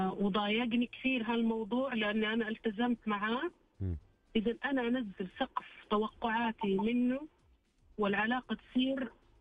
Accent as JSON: {"language": "Arabic", "town": "Riyadh", "region": "Riyadh Province", "country": "Saudi Arabia", "said": "من الرياض."}